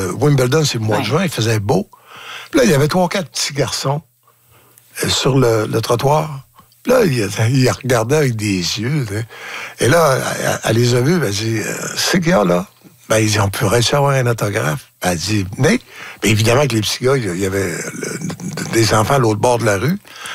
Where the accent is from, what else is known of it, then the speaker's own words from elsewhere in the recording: Falardeau, Quebec, Canada; Je viens de Falardeau.